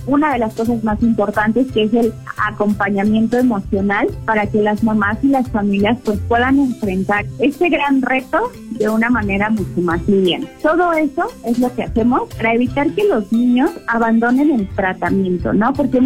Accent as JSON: {"language": "Spanish", "region": "Querétaro", "country": "Mexico", "said": "somos todos los queretanos, todos nosotros que nos vamos a unir"}